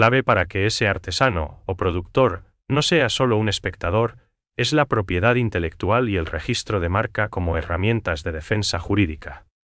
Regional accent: Paraguay

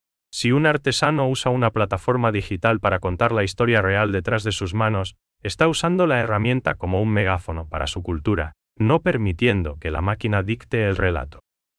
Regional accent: Paraguay; Si nosotros, como paraguayos

